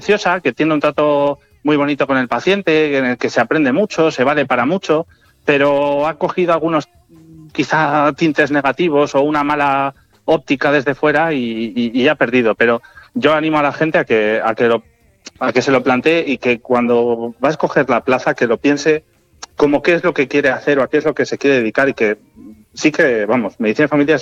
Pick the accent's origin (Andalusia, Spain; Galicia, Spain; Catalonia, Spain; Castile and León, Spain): Castile and León, Spain; Soria; moved away as an adult; also born or lived in Valladolid / Basque Country; now in Burgos, Spain; soy de Soria, estudié en Valladolid, me fui fuera, es verdad, luego estuve en el País Vasco un tiempo y al final decidí que había que volver a la tierra, a Castilla, y Burgos me pareció una opción excelente